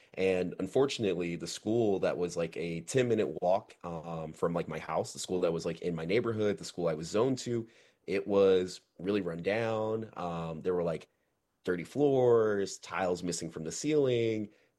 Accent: Austin, Texas, United States; I grew up in Texas. I grew up in Austin, Texas specifically. And a lot of people don't know this, but Austin, Texas is like the most segregated city in the entire state of Texas.

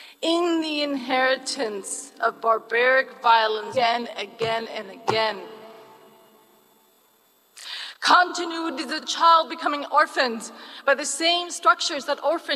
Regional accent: Puerto Rico; born there; I'm from Humanity, and I am Palestinian. My family's from occupied West Bank. I was born in Puerto Rico.

